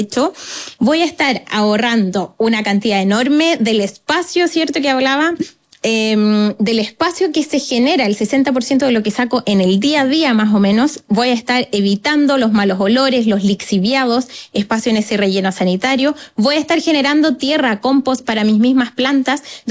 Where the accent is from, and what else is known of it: Chile